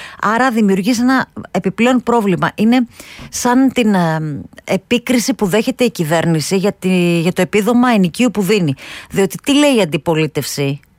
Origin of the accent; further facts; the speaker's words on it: Greece; εμείς για παράδειγμα ως Έλληνες